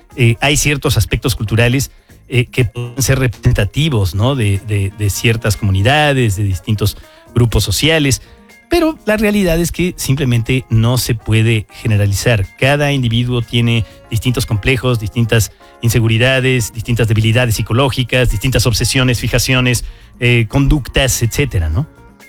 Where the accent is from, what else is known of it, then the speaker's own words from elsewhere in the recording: Mexico; somos mexicanos los que lo hacemos